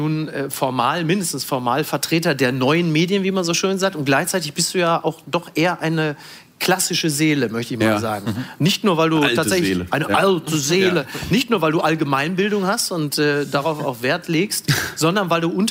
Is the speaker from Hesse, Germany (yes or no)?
yes; Kassel, Hesse, Germany; ich komme aus Kassel-Brauxel, da sind auch 75.000.